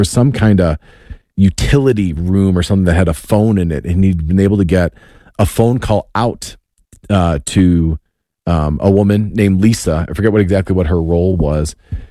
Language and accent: English; Wheaton, Illinois, United States; We grew up in I grew up in Wheaton, Illinois.